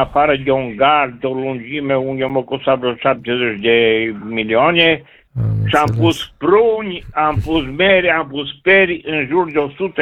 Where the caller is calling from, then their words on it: Baia Sprie, Maramureș County, Romania; sunt din Baia Sprie